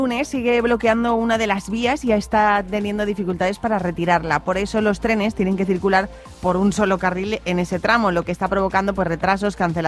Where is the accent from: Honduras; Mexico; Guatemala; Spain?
Spain; Valencia, Valencian Community; moved away; pues en mi tierra, con mi madre ahí en el público, me encontré una amiga de la infancia